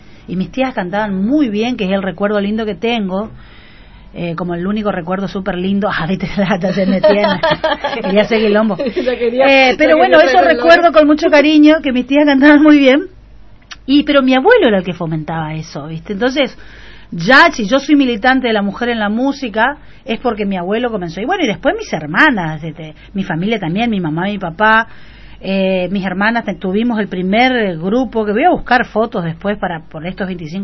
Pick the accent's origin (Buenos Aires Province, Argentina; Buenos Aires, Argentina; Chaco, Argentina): Chaco, Argentina; Villa Prosperidad; Acá yo soy de Villa Prosperidad y pasé y toqué bocina